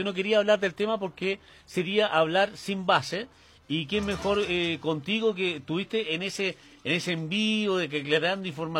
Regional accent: Valparaíso, Chile; aunque yo soy de Valparaíso

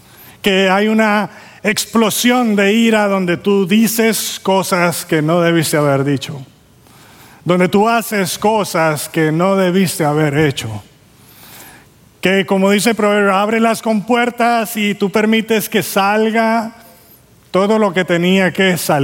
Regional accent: Caribbean coast, Colombia; yo nací en Colombia y yo nací en la costa de Colombia. Y como buenos niños costeños, salíamos a jugar con nuestros amiguitos del barrio, de la calle.

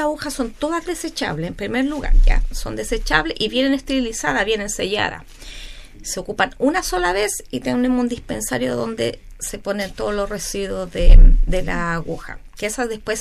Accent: Quenuir, Los Lagos, Chile; nosotros como somos de Kenuir tenemos que viajar en la barcaza

